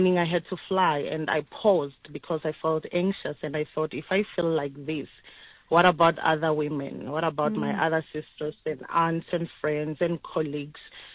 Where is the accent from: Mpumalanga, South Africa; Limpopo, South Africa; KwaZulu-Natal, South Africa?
Limpopo, South Africa; born there; moved away as an adult; now in Cape Town, South Africa; I was born in Limpopo, and I moved to Stellenbosch as a student at Stellenbosch University about 11 years ago.